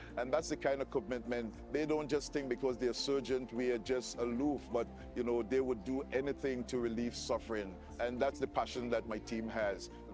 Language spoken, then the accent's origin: English; Tobago, Trinidad & Tobago; born there; moved away; I was born in Tobago